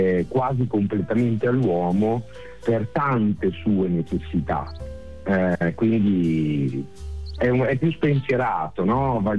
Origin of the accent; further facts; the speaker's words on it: Emilia-Romagna, Italy; accent: Romagnolo; si direbbe in Romagna, da dove vengo io, si sarà già capito, dalla S e dalle declinazioni